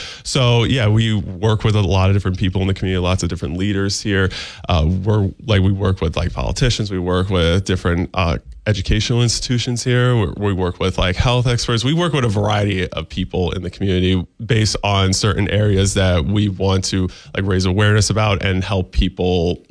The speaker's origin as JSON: {"language": "English", "town": "Utica", "region": "New York", "country": "United States", "tie": "born or raised there", "said": "So I'm born and raised in Utica."}